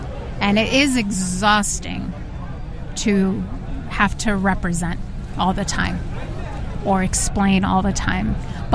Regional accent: United States; I'm from America and I'm just visiting for a few days.

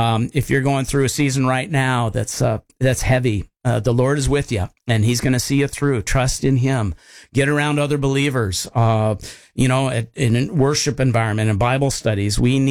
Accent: Harvey, North Dakota, United States; born or raised there; also born or lived in Seattle

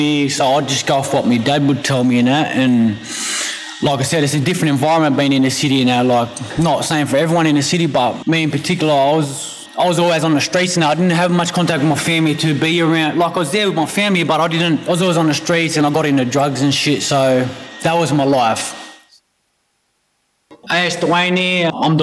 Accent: Mount Druitt, New South Wales, Australia; I grew up in Mount Druitt all my life.

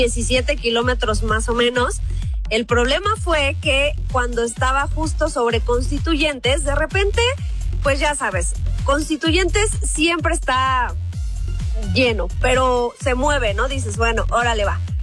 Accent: Mexico City, Mexico; uno como chilango ya está acostumbrado

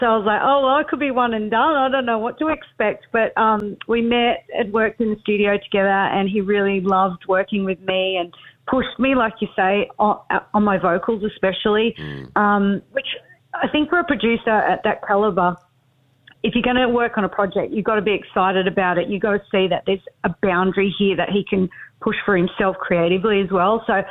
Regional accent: Australia; so I got to Nashville and I'd be like, oh, hey, yeah, I'm Australian. I write trucking songs.

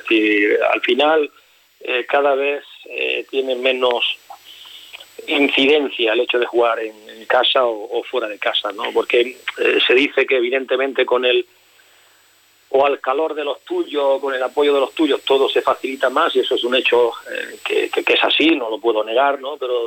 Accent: Granada, Andalusia, Spain; yo soy granadino

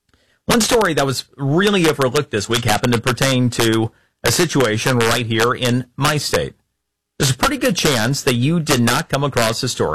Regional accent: Florida, United States; For example, in my home state of Florid

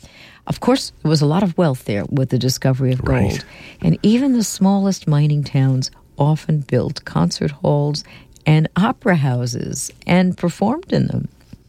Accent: New York, United States; accent: New York; but I, with my New York accent, I had to say Colorado.

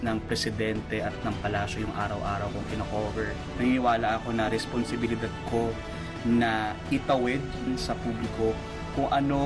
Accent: Calabarzon, Philippines; Lumaki ako sa Cavite and growing up, parang I've always been curious and aware sa nangyayari sa paligid.

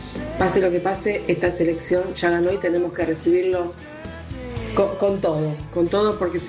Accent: Argentina; hay muchos países que quisieran estar en nuestro lugar, pero somos argentinos y nos está tocando a vivirlo a nosotros

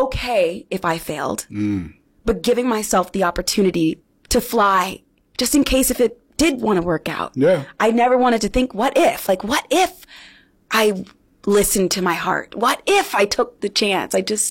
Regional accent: Fresno, California, United States; My hometown hero … she has six Tonys and she's from Fresno, California.

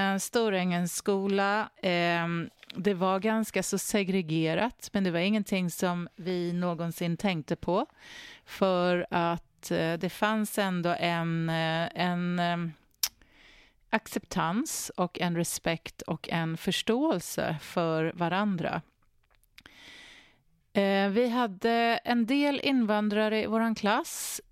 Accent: Nacka, Stockholm County, Sweden; Och vi hade en del jugoslaver också som bodde i där området i Nacka där jag växte upp.

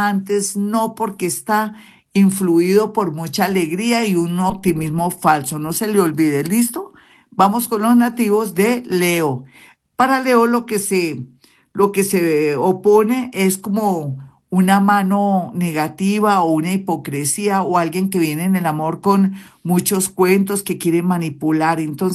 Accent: Colombia; pero somos colombianos y manejamos magia.

